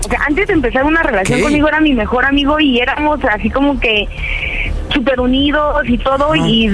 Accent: Morelia, Michoacán, Mexico; now in State of Mexico, Mexico; yo tengo 31, soy originaria de Michoacán, de Morelia, pero ahorita vivo aquí en el Estado de México.

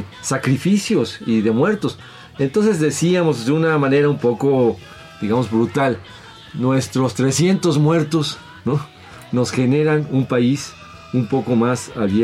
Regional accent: Mexico

